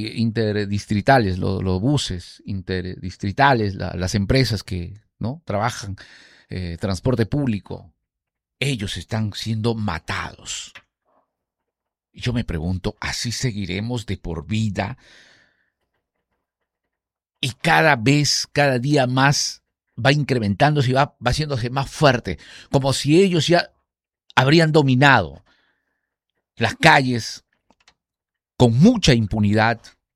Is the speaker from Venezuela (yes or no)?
yes; Venezuela; moved away; Yo soy extranjero, yo soy de Venezuela.